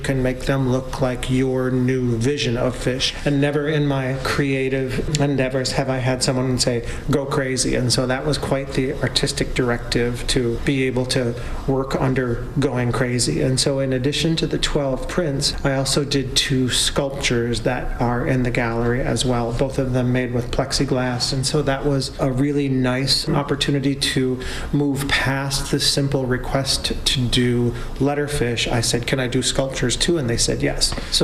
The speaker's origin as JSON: {"language": "English", "town": "Green Bay", "region": "Wisconsin", "country": "United States", "tie": "born or raised there", "said": "I was born and raised in Green Bay."}